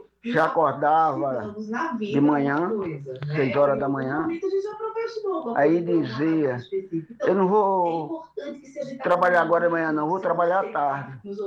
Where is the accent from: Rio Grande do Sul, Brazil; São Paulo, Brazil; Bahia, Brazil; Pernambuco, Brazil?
Pernambuco, Brazil; Nazaré da Mata; Anne, eu sou de Nazaré da Mata, que está falando é … motorista.